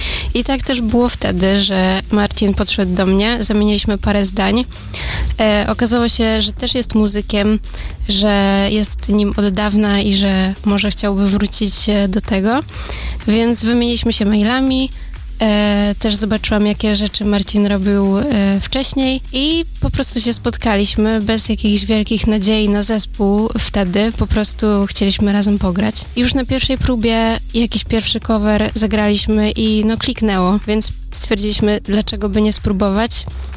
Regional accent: Kuyavian-Pomeranian Voivodeship, Poland; Jestem spod Torunia

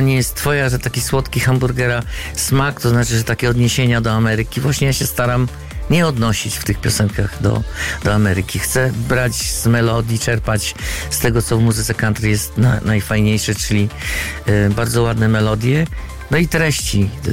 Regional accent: Węgorzewo, Warmian-Masurian Voivodeship, Poland; born there; now in Olsztyn, Poland

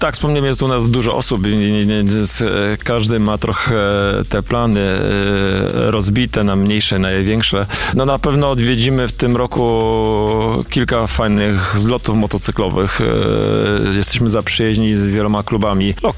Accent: Słupca, Greater Poland Voivodeship, Poland; Flaga Słupcy i barwy Słupcy i to, że jesteśmy ze Słupcy i z powiatu słupackiego

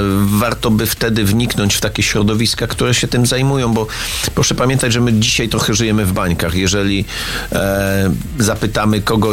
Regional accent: Konin, Greater Poland Voivodeship, Poland; Ja wszędzie, gdzie jeżdżę po Polsce i mówię, że jestem z Konina

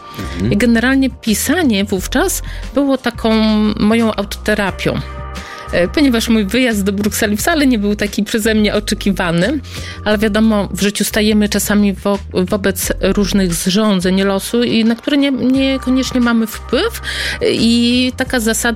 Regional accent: Podlaskie Voivodeship, Poland; Ja pochodzę z Podlasia. Jest to no tak piękna kraina, natomiast w owym czasie, kiedy ja byłam tą małą dziewczynką, nie miało to miejsce dla mnie tak dużo do zaoferowania.

